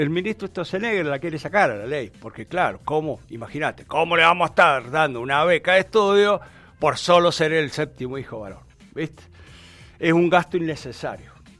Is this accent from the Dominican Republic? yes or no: no; Argentina; los argentinos también fuimos inclusivos como los rusos.